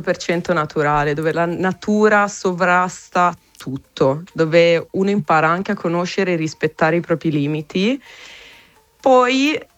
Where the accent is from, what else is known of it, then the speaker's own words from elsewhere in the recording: Modena, Emilia-Romagna, Italy; per me che vengo da Modena